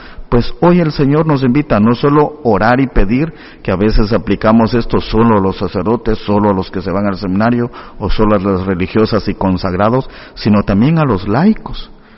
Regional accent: Santiago Atitlán, Sololá, Guatemala; En la parroquia de donde vengo, en Guatemala, en Santiago Atitlán

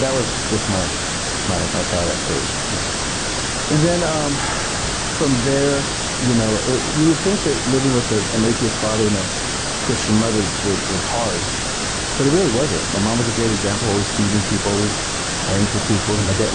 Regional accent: Tecumseh, Michigan, United States; born there; So I was born in Michigan in a really small town called Tecumseh, Michigan.

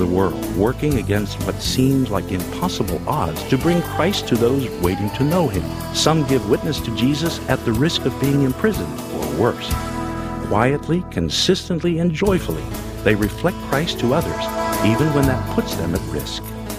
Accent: Pittsburgh, Pennsylvania, United States; Growing up in Pittsburgh, my heroes were missionaries.

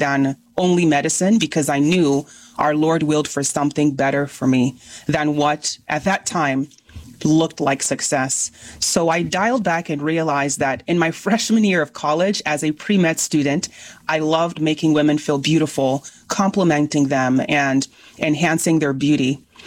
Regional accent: Nigeria; accent: Nigerian; now in United States; I am Nigerian by origin and very proud of my Nigerian heritage.

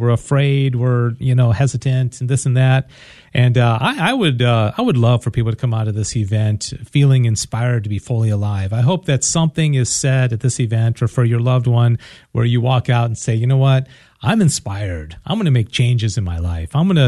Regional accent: Dallas, Texas, United States; I'm from Dallas, and we're trying to get a station.

